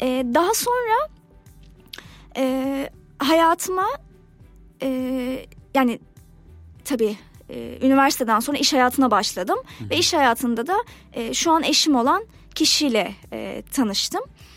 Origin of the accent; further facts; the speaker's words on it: Istanbul, Turkey; born there; Ben 88 doğumluyum. İstanbul'da doğdum. Ailem de yani İstanbul'daydı hep. Müslüman bir aileden geliyorum.